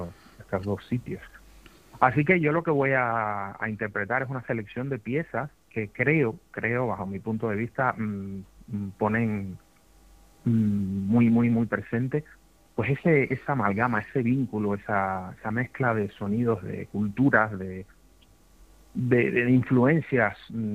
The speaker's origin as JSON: {"language": "Spanish", "region": "Extremadura", "country": "Spain", "said": "Para mí, que bueno, que soy un extremeño de pego."}